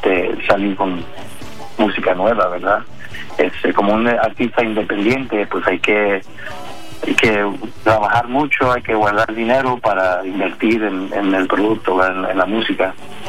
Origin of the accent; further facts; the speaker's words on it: Chicago, Illinois, United States; born there; soy mexicano. Mis papás yo soy nacido aquí en Chicago, pero mi papá es de Michoacán, de Morelia, y mi mamá es de la capital.